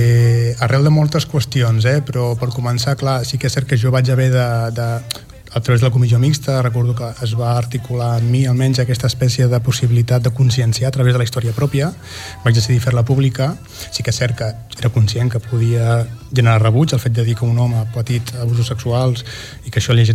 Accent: Girona, Catalonia, Spain; moved away as an adult; also born or lived in Barcelona; Jo sóc de Girona

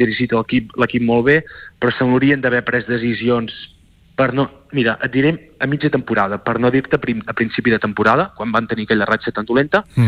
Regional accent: Girona, Catalonia, Spain; jo com a gironí, com a soci i aficionat del club, no vull que baixi

